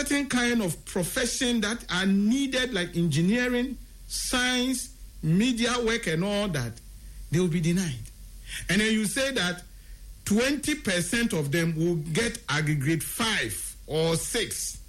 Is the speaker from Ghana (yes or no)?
yes; Ghana; we Ghanaians, as citizens